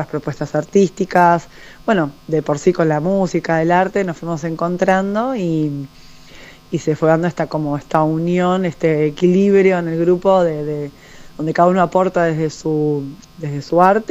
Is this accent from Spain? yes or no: no; Buenos Aires metropolitan area, Argentina; Somos de Buenos Aires, de distintos barrios de Capital y de Gran Buenos Aires. Pero sí, todos acá del AMBA, digamos.